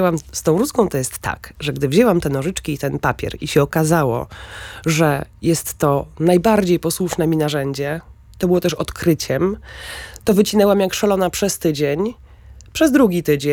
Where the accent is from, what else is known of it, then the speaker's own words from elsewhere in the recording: Lower Silesian Voivodeship, Poland; born there; moved away; urodziłam się na Dolnym Śląsku, więc moi dziadkowie wszyscy przyjechali w tamto miejsce z zupełnie innych miejsc.